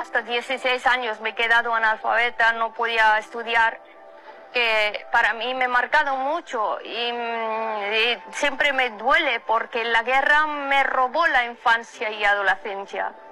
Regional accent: Afghanistan; moved away as an adult; now in Spain; Desde hace mucho tiempo que vivo en España, soy activista por los derechos humanos y nací, crecí en Afganistán hasta 21 años, viví en Afganistán.

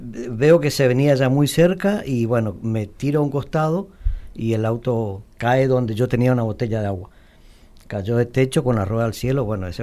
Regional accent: Oberá, Misiones, Argentina; yo nací en Oberá

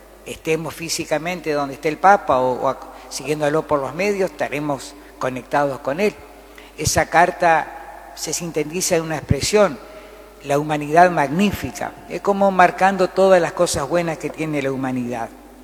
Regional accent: Argentina

